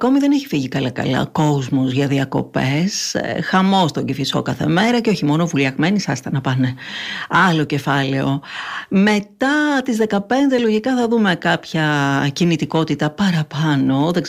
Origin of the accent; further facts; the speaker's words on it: Athens, Attica, Greece; εντάξει, όπως το σκέφτομαι κι εγώ, σαν Αθηναία.